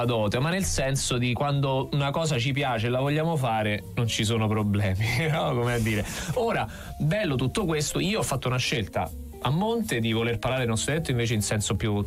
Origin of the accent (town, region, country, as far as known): Taranto, Apulia, Italy; accent: Tarantino dialect